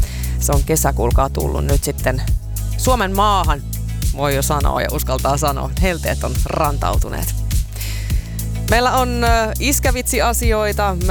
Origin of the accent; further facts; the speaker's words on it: Eastern Finland, Finland; meillä päin ainakin Itä-Suomessa